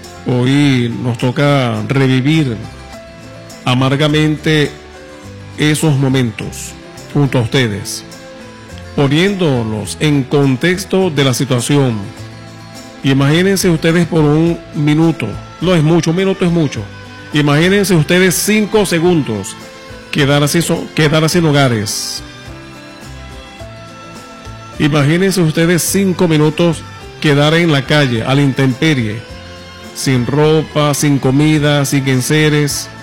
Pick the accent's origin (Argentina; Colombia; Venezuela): Venezuela; somos todos venezolanos y vivimos en esta tierra.